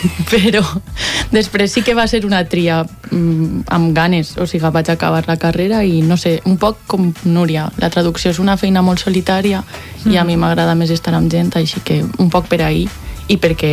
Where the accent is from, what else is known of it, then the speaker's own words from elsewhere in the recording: Gandia, Valencian Community, Spain; also born or lived in Albaida; Jo sóc mig de Gandia, mig d'Albaida.